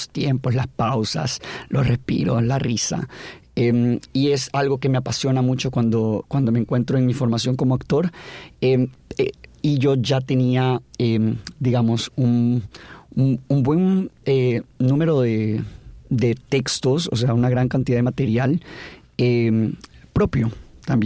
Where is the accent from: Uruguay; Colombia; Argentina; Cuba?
Argentina; Buenos Aires; Es un pequeño mundo muy complejo en sí mismo, que en el que crecí en Buenos Aires.